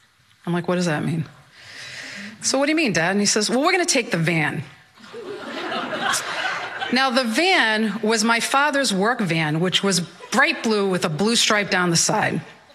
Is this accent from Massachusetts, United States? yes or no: yes; Malden, Massachusetts, United States; I'm from Malden, Massachusetts